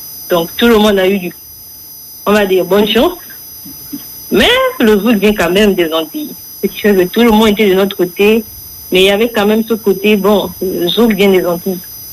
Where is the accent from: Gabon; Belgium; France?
Gabon; now in Togo; mes parents, je viens du Gabon de base. J'étais d'abord au Gabon avant d'aller au Togo.